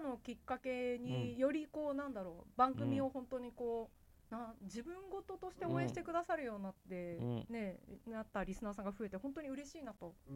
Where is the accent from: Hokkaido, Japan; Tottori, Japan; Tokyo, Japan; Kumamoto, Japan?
Tottori, Japan; moved away; 私のふるさと、まあ、鳥取県のね、